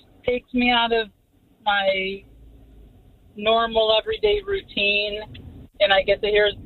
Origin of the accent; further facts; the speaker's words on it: Park Forest, Illinois, United States; I grew up in Park Forest.